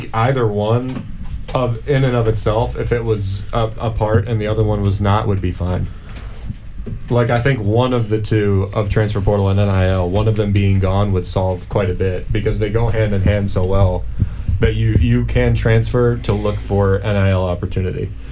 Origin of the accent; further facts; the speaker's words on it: Michigan, United States; Like, I'm from Michigan.